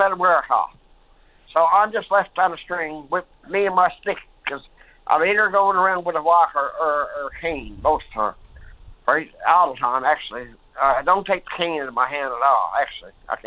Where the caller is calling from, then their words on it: St. Lawrence, Newfoundland and Labrador, Canada; I'm calling from St. Lawrence.